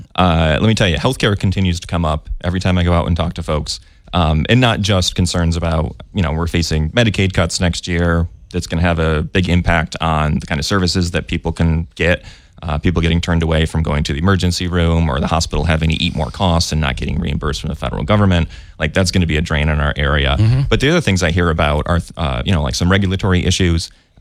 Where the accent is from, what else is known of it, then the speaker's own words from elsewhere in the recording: Floyd, New York, United States; also born or lived in Rome; now in Whitesboro, United States; So I was born in Rome. Yeah. I grew up in Floyd. Went to Holland Patton. And now my wife and I and our two boys live in Whitesboro.